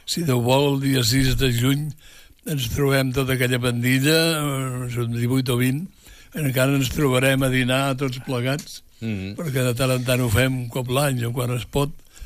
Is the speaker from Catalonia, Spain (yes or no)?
yes; Barcelona, Catalonia, Spain; now in Rubí, Spain; Hi va haver una època en què nosaltres vivíem a Barcelona encara, a Sant Andreu, perquè, bueno, vam néixer a Sant Andreu